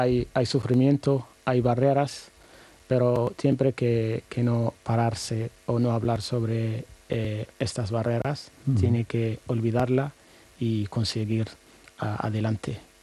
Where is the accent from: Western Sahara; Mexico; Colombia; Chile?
Western Sahara; Spanish is a second language; es mi responsabilidad como saharaui y como personas también que ha estudiado y querías que cambiara algo en su país, en los campamentos donde viví miles de personas refugiados